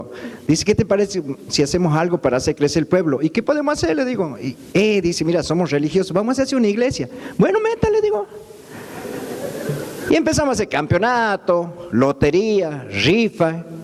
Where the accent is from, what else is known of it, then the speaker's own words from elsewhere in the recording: Quimilí, Santiago del Estero, Argentina; Y yo vengo desde Santiago del Estero, capital del trabajo y la velocidad. Geográficamente yo vivo a 200 kilómetros de la capital de Santiago, tirando para el lado del Chaco. Estamos cerquita de las penínsulas ibéricas de Otumpa. Y vengo desde Quimilí.